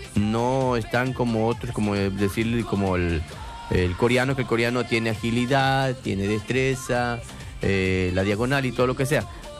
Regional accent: Mexico; nosotros como mexicanos desde nuestro hogar

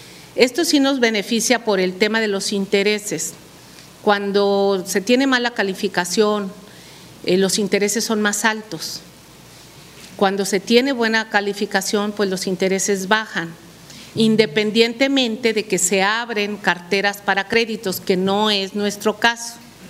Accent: Mexico; lo que somos los mexicanos

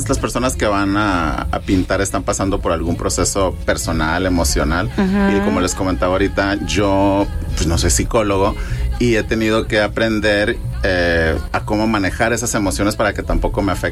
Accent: Mexico; also born or lived in Trinidad and Tobago; yo nací en Trinidad y Tobago, uh-huh, pero mi mamá es de Sonora. Uh-huh. Y mi mamá es blanca, digamos, mexicana blanca sonorense.

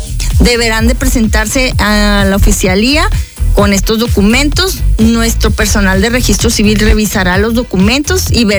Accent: Chihuahua, Mexico

